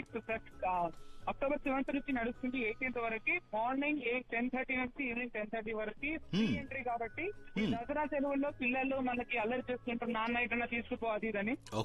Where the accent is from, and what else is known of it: Telangana, India